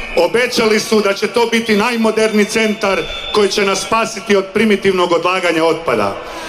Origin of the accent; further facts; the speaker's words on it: Medulin, Istria County, Croatia; Dolazim iz Medulina, član sam građanske inicijative Čiji zrak, duga ljubav, koja postoji zbog toga jer nam već 8 godina na jugu Istre zrak nije čist.